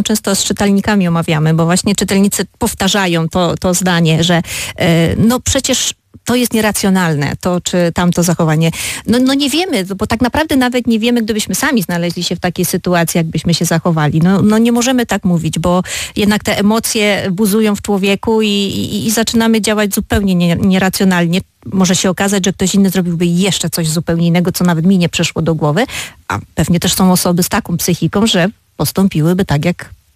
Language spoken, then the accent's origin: Polish; Subcarpathian Voivodeship, Poland; now in near Kraków, Poland; Miałam kilka miejscowości z Podkarpacia, właśnie tam, skąd pochodzę